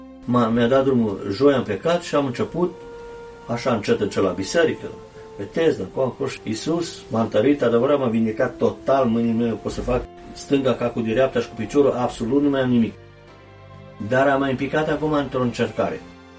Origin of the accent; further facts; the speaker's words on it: Serbia; moved away; era din Serbia, de la mine, de acolo cineva.